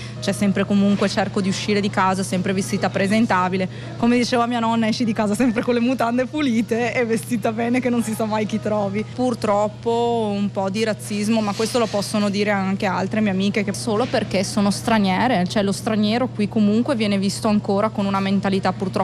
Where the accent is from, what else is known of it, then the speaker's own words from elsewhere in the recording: Veneto, Italy; also born or lived in Maryland, United States; Poi io sono vicentina, nata vicino a Venezia, nata sempre a Sottomarina, Jesolo, il mare, la mia vita. L'essere italiana posso dire che mi ha portato molto fortuna